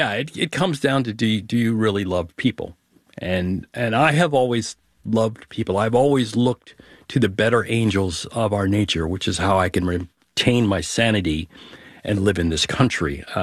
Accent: Westfield, New Jersey, United States; I grew up in Westfield, New Jersey, when there were, riots after Dr. King was shot in Newark

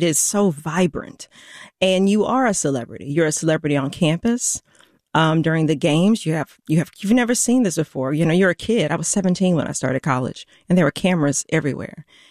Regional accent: Baton Rouge, Louisiana, United States; I grew up in Baton Rouge, Louisiana.

